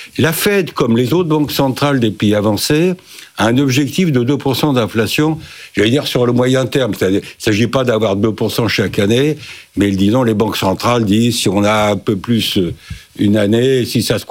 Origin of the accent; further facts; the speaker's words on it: France; chez nous en France